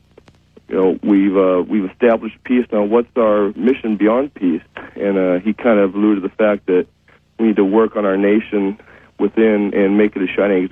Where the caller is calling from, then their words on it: Kodiak, Alaska, United States; I'm calling from Kodiak, Alaska.